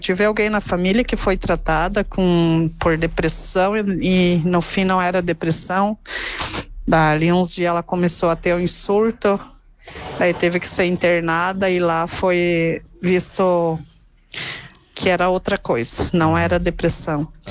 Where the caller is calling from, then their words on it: Joaçaba, Santa Catarina, Brazil; eu sou de Joaçaba.